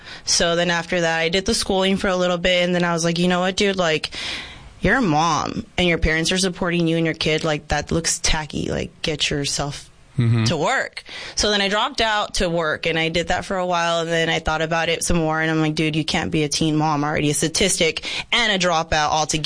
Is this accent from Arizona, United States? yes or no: yes; Yuma, Arizona, United States; Yes, born and raised here in Yuma, Arizona.